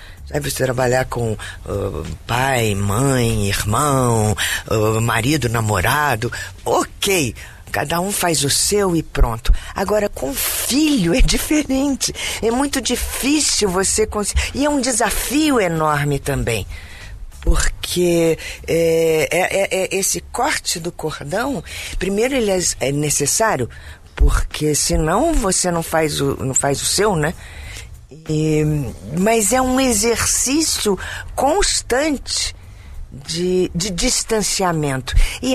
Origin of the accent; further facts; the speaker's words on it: Rio de Janeiro, Brazil; now in São Paulo, Brazil; Sou natural do Rio de Janeiro.